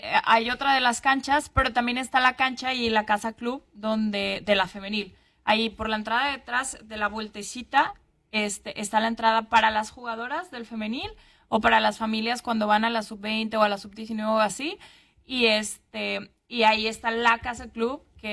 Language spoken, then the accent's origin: Spanish; Aguascalientes, Mexico; born there; como soy de Aguascalientes